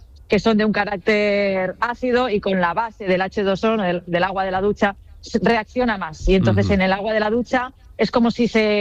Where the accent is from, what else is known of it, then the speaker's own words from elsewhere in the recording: Catalonia, Spain; Puede haber mala suerte, por ejemplo, que soy de cerca de Barcelona, en el Mediterráneo no hay tantos